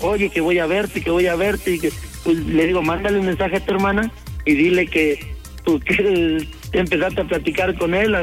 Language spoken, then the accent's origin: Spanish; Acatlán de Osorio, Puebla, Mexico; born or raised there